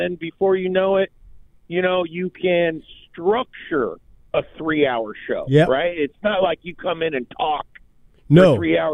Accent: Los Angeles, California, United States; born there; that's where my family was in L.A., surrounded by Hispanics.

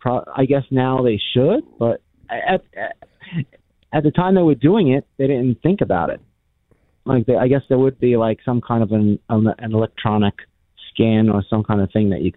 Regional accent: New York, United States; but I come from New York.

